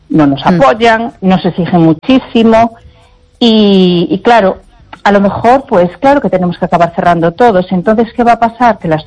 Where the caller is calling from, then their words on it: A Coruña, Galicia, Spain; de Coruña.